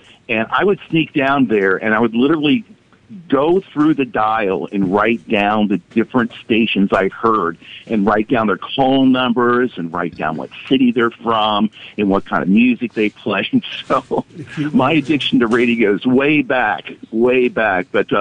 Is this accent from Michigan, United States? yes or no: no; Cincinnati, Ohio, United States; I grew up in Cincinnati